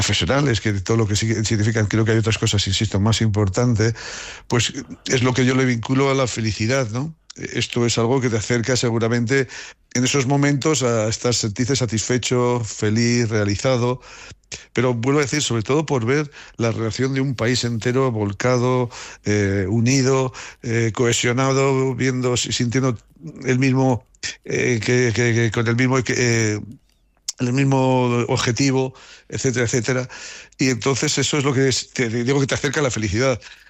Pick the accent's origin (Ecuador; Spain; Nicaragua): Spain; Haro, La Rioja; yo me he sentido siempre y me siento muy querido en mi pueblo. Mi pueblo, que la alcaldesa cuando me oye hablar así se enfada porque dice … que Haro es una ciudad.